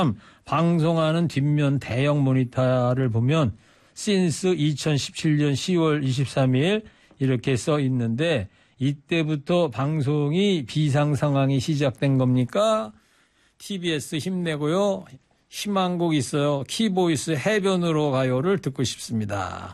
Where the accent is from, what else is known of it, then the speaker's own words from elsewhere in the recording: Anseong, Gyeonggi Province, South Korea; 저는 뭐 어릴 때부터 이 그 동네에서 살았던 사람인데 우리 동네 크리켓을 하다니 야 충격이었어요. 물론 그분들이 없다면 안성의 지역 경제도 안 돌아가겠죠.